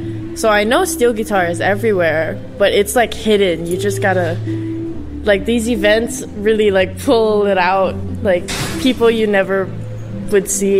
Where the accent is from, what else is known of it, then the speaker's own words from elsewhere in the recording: Kalihi, Hawaii, United States; I'm from Kalihi on the island of Oahu, and I'm 22 years old.